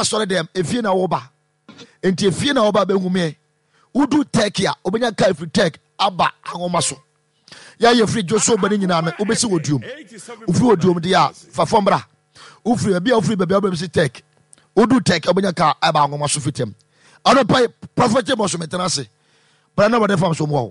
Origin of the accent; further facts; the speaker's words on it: Ghana; I'm also from Ghana.